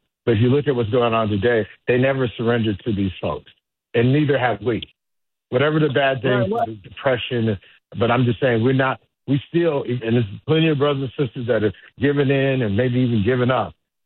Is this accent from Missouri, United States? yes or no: yes; St. Louis, Missouri, United States; when I talk about my hometown in the United States, of course, I say St. Louis because that's where I spent much of my younger life.